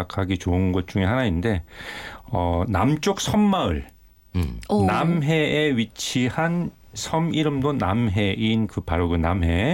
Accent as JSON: {"language": "Korean", "region": "Busan", "country": "South Korea", "tie": "born or raised there", "said": "아버지는 창선에서 나셨고 이제 부산으로 건너오셔서 제 개인적인 고향은 부산인데 어쨌든 어렸을 때 할아버지가 여기서 살고 계셨어요."}